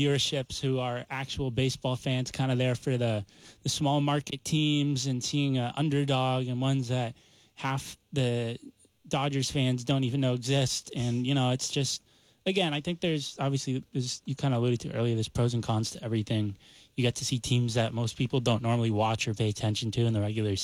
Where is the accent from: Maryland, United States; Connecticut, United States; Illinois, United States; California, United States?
California, United States; San Diego; born there; having spent a lot of time growing up in San Diego and visiting LA.